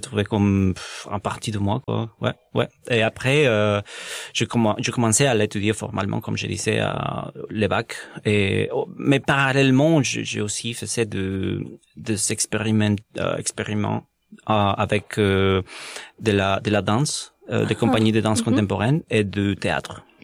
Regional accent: Mexico City, Mexico; moved away as an adult; also born or lived in British Columbia; now in Montreal, Canada; Je suis originaire du Mexique, de Mexico. J'habitais là pendant 30 ans.

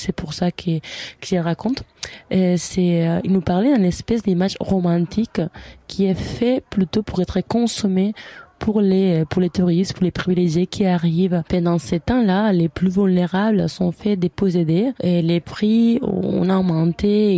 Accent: Spain; French is a second language; now in Canada; Moi, je viens de l'Espagne, c'est quand même une monarchie parlementaire.

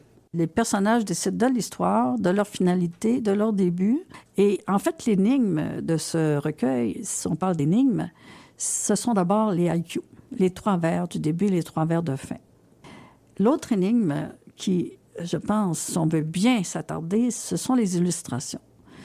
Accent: Iberville, Quebec, Canada; Je prenais le train à Iberville Station, mon village natal. Je suis née à deux rues de la gare.

